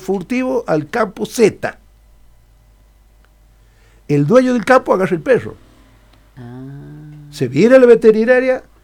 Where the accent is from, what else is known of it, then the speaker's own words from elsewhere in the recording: San Juan, Argentina; tenía que juzgar en mi país de origen.